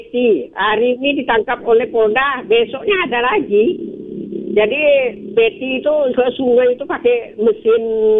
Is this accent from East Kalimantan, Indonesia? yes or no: no; Riau, Indonesia; now in Pekanbaru, Indonesia; Kami kan punya sungai Kuantan di kampung saya, Kuantan Kringi kan